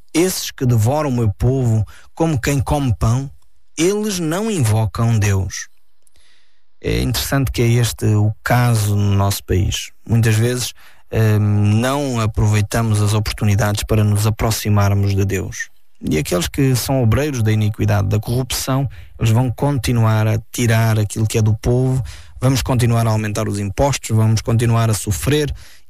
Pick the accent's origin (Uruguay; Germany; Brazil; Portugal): Portugal; é triste para mim, como português, ter que voltar tão para trás para encontrar alguma coisa de interessante que aconteceu na nossa história